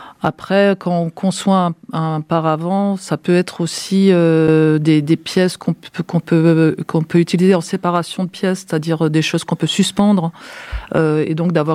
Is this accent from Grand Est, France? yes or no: yes; Mulhouse, Grand Est, France; je viens d'une région qui était une ancienne région textile. En plus, je suis de Mulhouse, qui est vraiment une ancienne ville industrielle liée au textile.